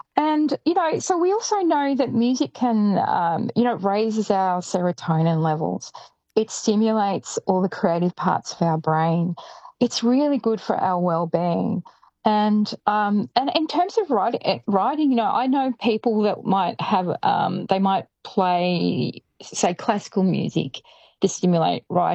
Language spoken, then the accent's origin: English; Shepparton, Victoria, Australia; I mean, I grew up in Shepparton and I remember doing, you know … when they were so big